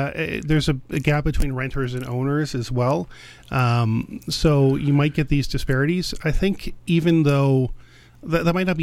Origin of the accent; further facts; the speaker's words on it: Delta, British Columbia, Canada; my hometown of Delta